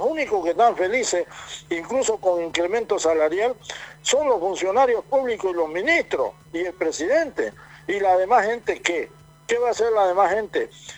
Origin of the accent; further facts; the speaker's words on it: Bolivia; ¿Y el resto del pueblo acaso no somos bolivianos?